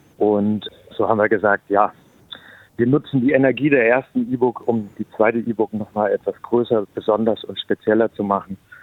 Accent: Reichenbach im Vogtland, Saxony, Germany; Ich komme selber aus Reichenbach im Vogtland

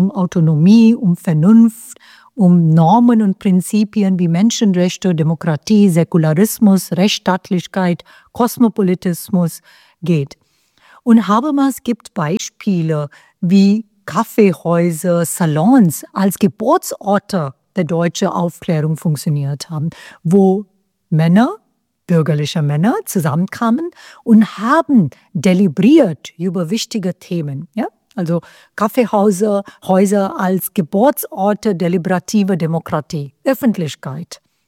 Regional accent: India; first language Hindi; German is a second language; Meine erste Sprache ist Hindi. Und es ist interessant, dass auf Hindi das Wort für gestern ist dasselbe wie das Wort für morgen, kal.

